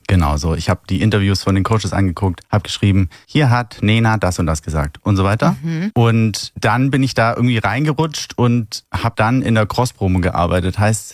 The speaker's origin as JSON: {"language": "German", "region": "Baden-Württemberg", "country": "Germany"}